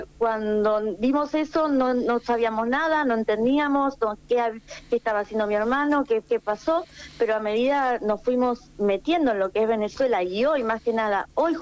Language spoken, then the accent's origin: Spanish; Argentina